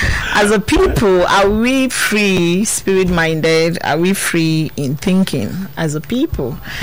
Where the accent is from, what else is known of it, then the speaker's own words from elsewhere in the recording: Nigeria; I am a Nigerian.